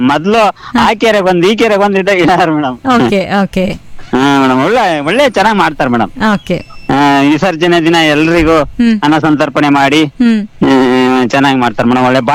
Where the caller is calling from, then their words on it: Chitradurga district, Karnataka, India; ಚಿತ್ರದುರ್ಗ ಜಿಲ್ಲೆ.